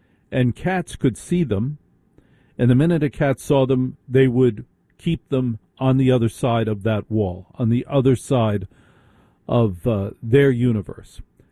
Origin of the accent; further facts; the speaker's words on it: New Jersey, United States; We're from Jersey.